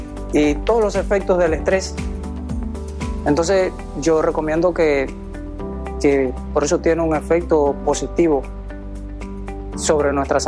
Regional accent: Cuba; moved away; yo observo en mi país, yo observaba en Cuba

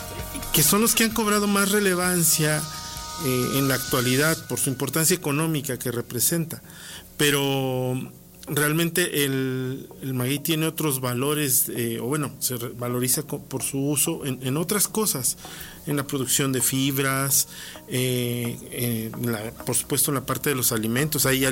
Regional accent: Puebla, Mexico; yo soy originario de Puebla y mi familia, por parte de mi mamá, debería ser como la cuarta generación de tlachiqueros.

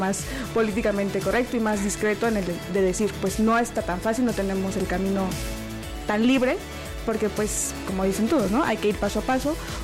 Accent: Toluca, State of Mexico, Mexico; born or raised there

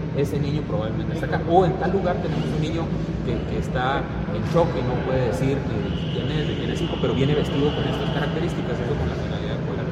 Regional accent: Mexico; nos recuerda por qué somos mexicanos.

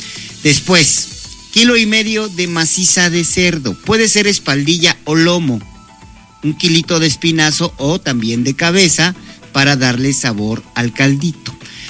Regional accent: Mexico; imagínense qué bonito de verdad es estar celebrando que somos mexicanos, que somos personas trabajadoras

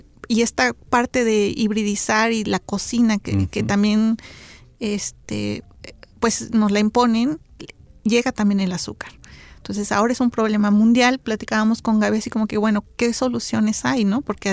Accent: Mexico

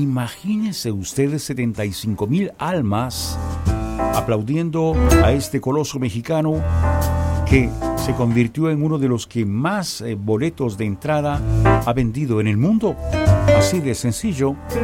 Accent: El Salvador

